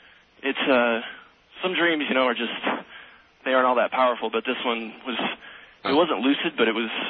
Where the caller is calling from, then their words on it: Flagstaff, Arizona, United States; I'm from Flagstaff.